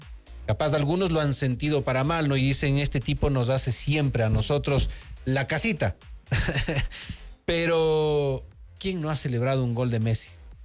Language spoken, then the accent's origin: Spanish; Ecuador; yo soy bien ecuatoriano